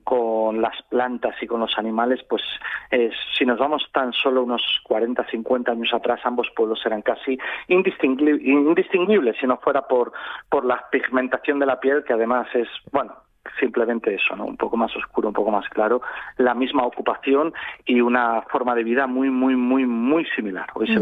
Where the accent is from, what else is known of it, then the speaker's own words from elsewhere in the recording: Spain; A mí me ha tocado sufrirlo como trabajador español del mundo de la cultura en el norte de Europa, simplemente por hablar en español y tener la piel un poco más oscura que otros europeos